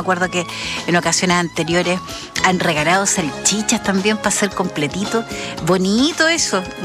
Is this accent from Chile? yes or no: yes; Chile; cómo somos los chilenos para consumir este alimento